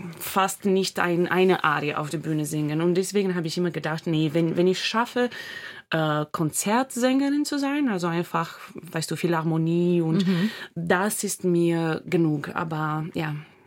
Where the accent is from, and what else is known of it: Romania; German is a second language; moved away as an adult; now in Berlin, Germany